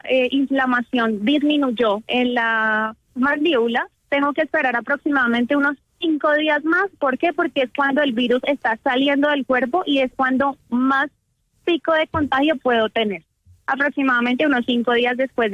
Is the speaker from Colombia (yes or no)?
yes; Colombia; Lo que pasa es que nosotros como colombianos, y bueno, en el mundo, tenemos una mala maña